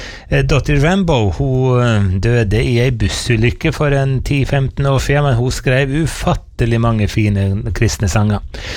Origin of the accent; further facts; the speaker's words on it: Eide, Møre og Romsdal, Norway; moved away; Jeg vokste opp en gar på Eide på Nordmøre, I en liten bygd som heter Vassgård. Og mora mi bor der ennå